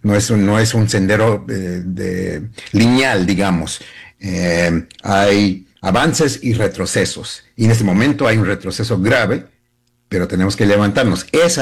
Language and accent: Spanish; United States; born there; ser hijo de esta nación, porque yo nací acá, hijo y nieto de migrantes